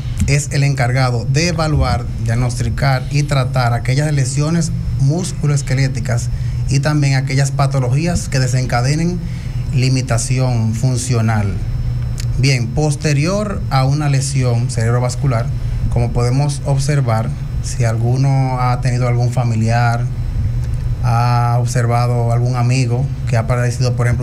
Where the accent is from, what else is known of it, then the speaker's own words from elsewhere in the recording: Barahona, Dominican Republic; esos jóvenes como yo que estamos pues apostando a un mejor Barahona